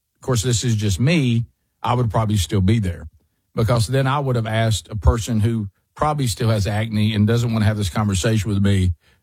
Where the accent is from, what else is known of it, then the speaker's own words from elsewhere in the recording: Tucumcari, New Mexico, United States; also born or lived in Amarillo; I'm from Tucumcari, New Mexico.